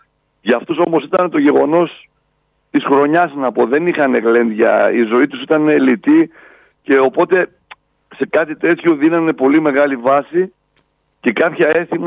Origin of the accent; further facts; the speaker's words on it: Palaiokomi, Central Macedonia, Greece; Στο χωριό μου έχει, στην Παλιοκόμη.